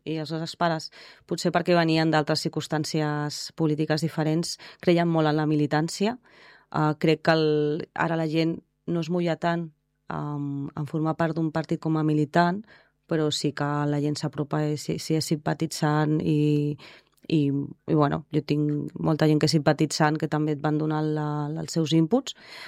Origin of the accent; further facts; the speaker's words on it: Sant Feliu, Catalonia, Spain; al final és el meu poble i de la meva família.